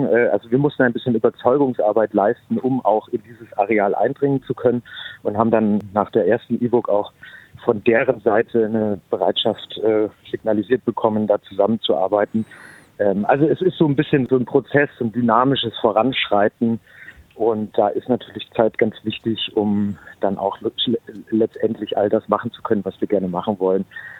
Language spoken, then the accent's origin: German; Reichenbach im Vogtland, Saxony, Germany; Ich komme selber aus Reichenbach im Vogtland